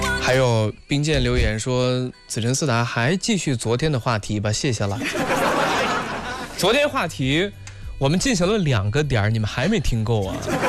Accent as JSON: {"language": "Chinese", "country": "China"}